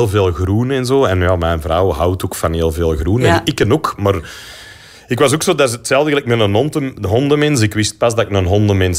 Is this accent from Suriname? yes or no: no; Antwerp, Belgium; maar ik ben eigenlijk van Berchem origineel. Ja. Ik ben van de Fruit of Laan, wat helemaal niet hier ver vandaan is.